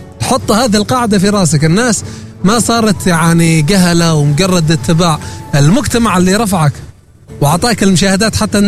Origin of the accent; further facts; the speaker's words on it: Salalah, Dhofar, Oman; هذا مثل هذا مثل عندنا في صلالة يقول لك والكلام ليش يا جارة